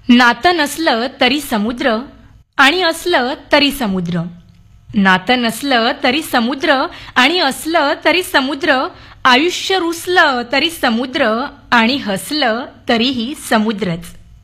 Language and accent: Marathi; Devgad, Maharashtra, India; now in Mumbai, India; नाही, मी मूळची देवगडची